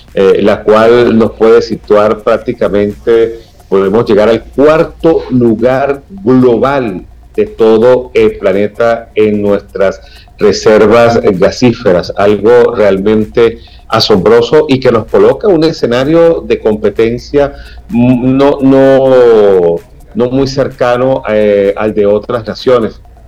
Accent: Venezuela

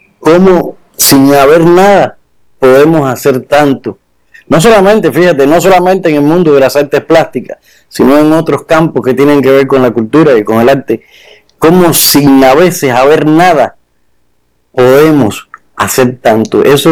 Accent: Havana, Cuba; born there; Trato de hacerle un homenaje a La Habana, a mi Habana, donde yo nací.

